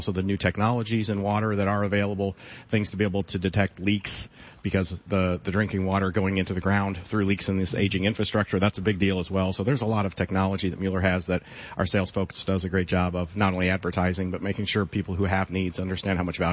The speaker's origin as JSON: {"language": "English", "town": "Champaign", "region": "Illinois", "country": "United States", "tie": "born or raised there", "said": "I grew up in the Midwest. I grew up in Champaign."}